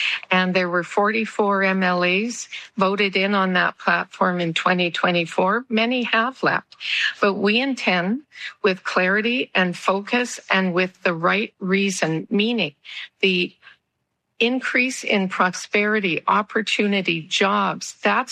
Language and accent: English; Vancouver Island, British Columbia, Canada; small community life that I grew up with on Vancouver Island